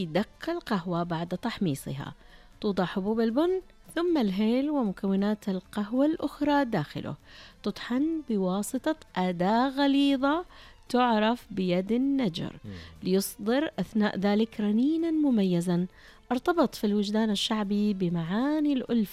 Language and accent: Arabic; Mecca, Makkah Province, Saudi Arabia; born there; جولتنا القادمة إلى مكة، مسقط رأسي. اعتز طبعا، وكل التحية لمكة وأهل مكة